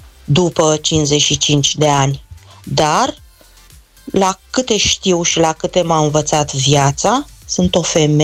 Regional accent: Constanța, Constanța County, Romania; Dimineața, dragilor, sunt din Constanța. După o copilărie foarte grea, m-am căsătorit la 18 ani

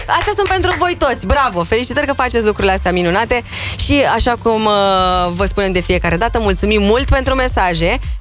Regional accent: Brașov, Brașov County, Romania; din Brașov, antreprenor în economia socială.

